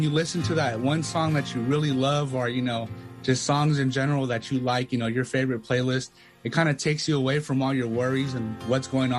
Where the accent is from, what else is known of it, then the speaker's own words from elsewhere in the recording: San Jose, California, United States; I'm 18 years old. I come from San Jose, California in the Bay Area.